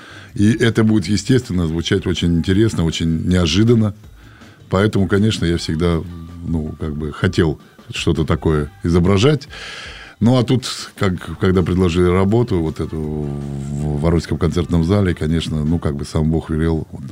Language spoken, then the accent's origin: Russian; Kazakhstan; now in Voronezh, Russia; я сам вырос в Казахстане